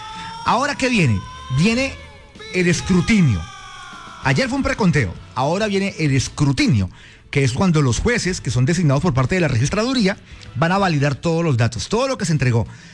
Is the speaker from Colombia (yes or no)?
yes; Colombia